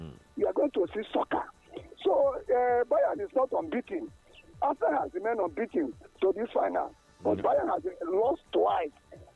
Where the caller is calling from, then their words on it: Ikorodu, Lagos, Nigeria; I'm calling from Ikorodu.